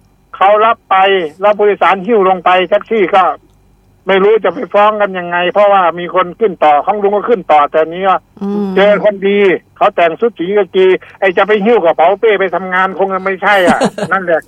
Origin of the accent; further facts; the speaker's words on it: Pho Chai, Roi Et, Thailand; คงกลับบ้านร้อยเอ็ดนะครับผมอยู่ร้อยเอ็ด